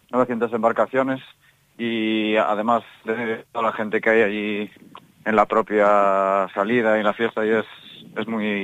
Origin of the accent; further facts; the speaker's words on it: Pontevedra, Galicia, Spain; yo soy de Pontevedra.